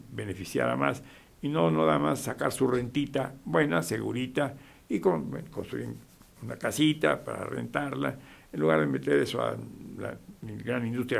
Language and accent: Spanish; Guadalajara, Jalisco, Mexico; Pues en Guadalajara, sabe usted, mi tierra, se hacen cosas, se hacen buenas, buenas, buenas cosas, se trabaja bien